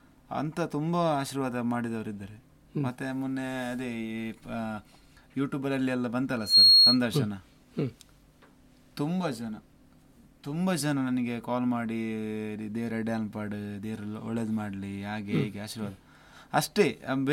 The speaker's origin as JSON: {"language": "Kannada", "town": "Udupi", "region": "Karnataka", "country": "India", "tie": "born or raised there", "said": "ಎಲ್ಲಿ ಅಂತ ಹೇಳಿದರೆ ಉಡುಪಿ. ಮತ್ತು ನನ್ನ ಊರು ಸರ್."}